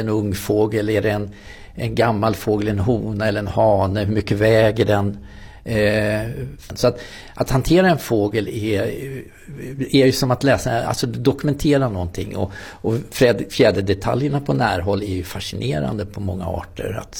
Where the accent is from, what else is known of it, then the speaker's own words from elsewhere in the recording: Nynäshamn, Stockholm County, Sweden; jag är uppvuxen i Nynäshamn